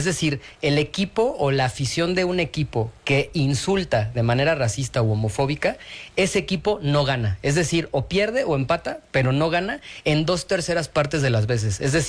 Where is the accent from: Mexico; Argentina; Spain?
Mexico; yo creo que aquí lo importante es analizar el tema de la intención, porque a las y los mexicanos nos